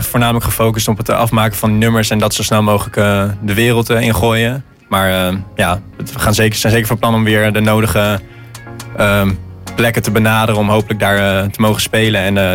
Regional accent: Zoetermeer, South Holland, Netherlands; Oorspronkelijk komen we uit Zoetermeer. We hebben bij elkaar op de middelbare school gezeten.

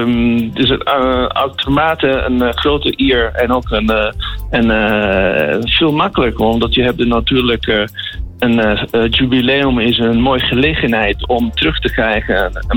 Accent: Italy; now in Netherlands; Ik kom zelfs uit Italië. Ik woon heel lang in Nederland, maar ook voordat ik naar Nederland kwam, was de Doelen een iconische plek.

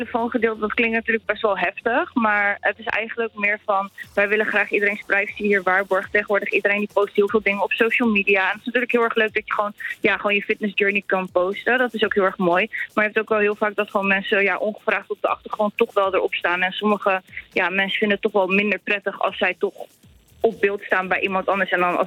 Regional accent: Capelle aan den IJssel, South Holland, Netherlands; want ik kom origineel uit Capelle.

